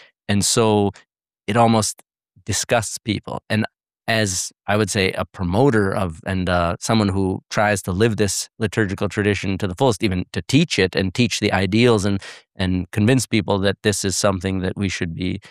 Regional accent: Canada; moved away as an adult; also born or lived in United States / Kyiv, Ukraine / Vienna, Austria; now in Rome, Italy; I was born in the States and grew up in Canada and live here in Rome, I'm a priest of the Ukrainian Greek Catholic Archeparchy of Kyiv.

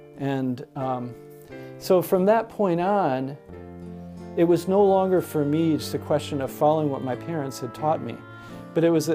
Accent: Chicago, Illinois, United States; born there; I was born in Chicago, Illinois, in 1953. And my great-grandparents came to Chicago from Sweden in the late 1800s. My religious background was in the Swedish Baptist Church originally.

